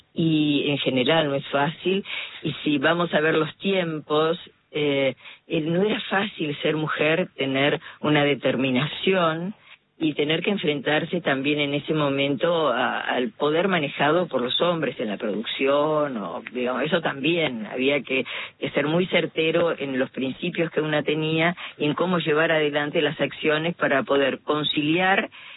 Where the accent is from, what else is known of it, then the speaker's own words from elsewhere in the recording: Buenos Aires, Argentina; nací en la ciudad de Buenos Aires, y los primeros años, hasta los 9 años, vivíamos con mi mami y con mi papá en la casa con mis abuelos